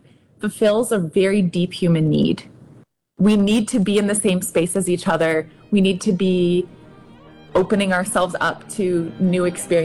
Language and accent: English; Vermont, United States; We both grew up in Vermont.